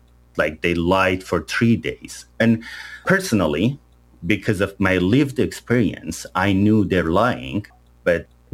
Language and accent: English; Iran; moved away; My brother called me from San Andej, my hometown Snow